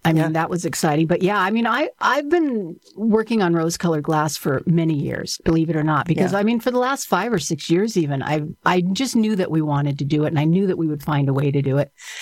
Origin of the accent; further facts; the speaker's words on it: Arcata, California, United States; I'm from Arcata.